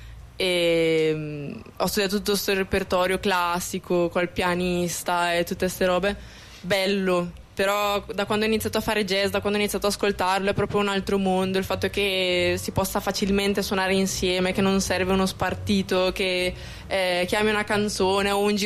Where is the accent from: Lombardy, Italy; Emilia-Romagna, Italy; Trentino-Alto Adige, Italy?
Lombardy, Italy; Bagnolo Mella; io sono di Bagnolomella